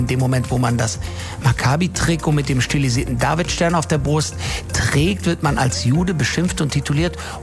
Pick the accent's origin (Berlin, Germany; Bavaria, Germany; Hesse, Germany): Hesse, Germany; Frankfurt; darauf bin ich besonders stolz als Frankfurter